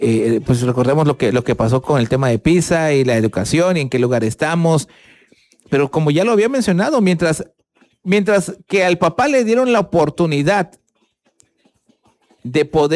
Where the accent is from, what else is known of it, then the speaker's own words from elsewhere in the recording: Chiapas, Mexico; Somos doblemente mexicanos, la anexión de Chiapas a México y el grito de independencia.